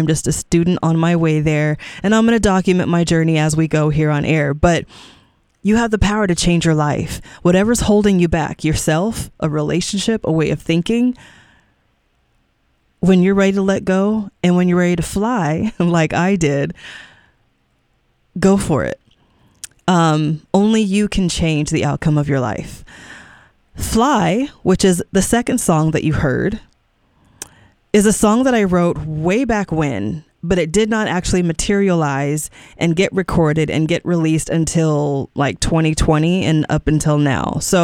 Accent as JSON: {"language": "English", "region": "California", "country": "United States", "said": "I'm from California"}